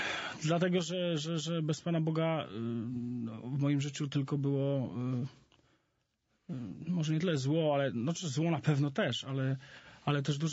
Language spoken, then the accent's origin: Polish; northern Poland, Poland; Ja pochodzę z małej miejscowości, takiej 30-tysięcznej miejscowości na północy Polski.